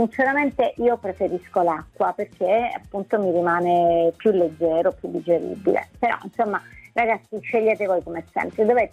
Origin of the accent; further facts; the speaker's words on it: Apulia, Italy; sono salentina